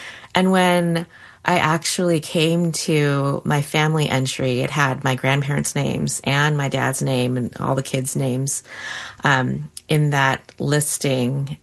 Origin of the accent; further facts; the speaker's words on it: Tacoma, Washington, United States; here in Tacoma, in my hometown.